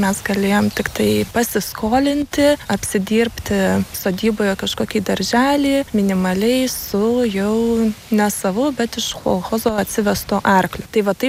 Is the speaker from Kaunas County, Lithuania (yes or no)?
yes; Garliava, Kaunas County, Lithuania; moved away as an adult; now in Prienai district, Lithuania; buvo toks tarpsnis, kai mes iš Garliavos kraustėmės ir mama atsikraustė čia į Prienų rajoną, o aš, kadangi buvau studentė, išsikrausčiau į Kauną.